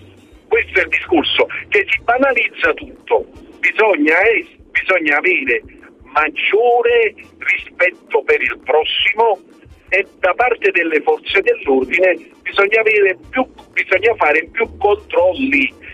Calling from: Naples, Campania, Italy; io sono napoletano.

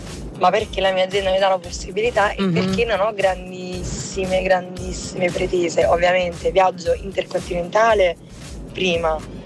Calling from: Poggiomarino, Campania, Italy; da Poggio Marino, provincia di Napoli.

